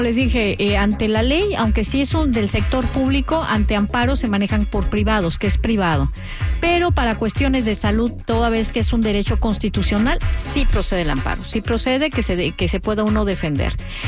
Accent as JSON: {"language": "Spanish", "country": "Mexico", "said": "Entonces yo creo que como mexicanos pues también tenemos que decir, tenemos derecho a esta salud"}